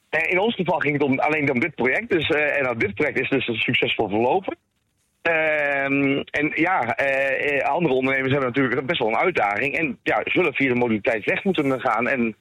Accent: Netherlands; Maar ik denk dat dat misschien wel de grootste schade is die we kunnen veroorzaken als Nederlanders.

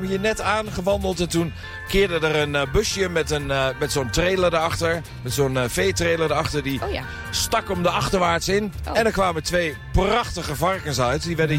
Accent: Luttenberg, Overijssel, Netherlands; ik kom natuurlijk zelf uit Luttenberg, zoals de mensen misschien wel weten.

